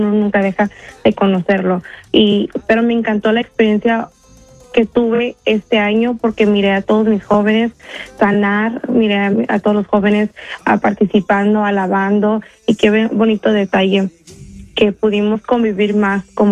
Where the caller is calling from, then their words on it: Chula Vista, California, United States; nosotros somos de San Diego, Chulavista, somos de la parroquia Most Precious Blood Church